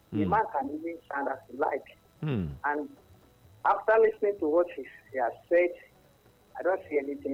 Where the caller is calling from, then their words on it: Ogun, Nigeria; I'm calling from Ogun State.